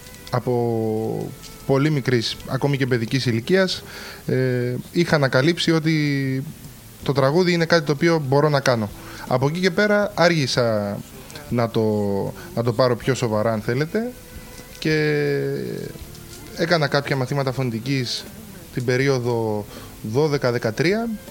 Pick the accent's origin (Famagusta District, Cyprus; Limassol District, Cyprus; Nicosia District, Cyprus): Limassol District, Cyprus; Limassol; Η καταγωγή μου είμαι από την Κύπρο.